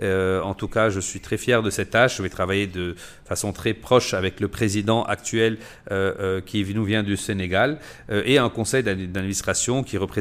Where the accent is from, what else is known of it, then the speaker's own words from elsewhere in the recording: Lebanon; en tant que Libanais, il faut maintenir nos trois langues, qui sont notre diversité, mais en même temps notre ouverture au monde.